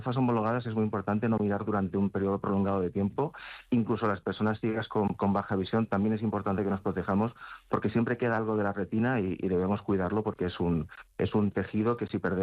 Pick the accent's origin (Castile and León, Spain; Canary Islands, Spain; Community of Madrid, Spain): Community of Madrid, Spain; Madrid; now in Granada, Spain; Estoy entre Madrid y Granada, vivo en Granada, pero yo soy de Madrid, paso tanto tiempo en Madrid como en Granada, así que estoy en mi ciudad